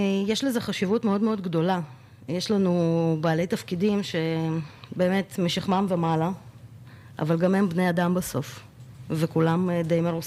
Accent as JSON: {"language": "Hebrew", "country": "Turkmenistan", "moved": "yes", "lives_now": "Israel", "said": "מטורקמניסטן, וההורים שלי הם ילדי אוקראינה."}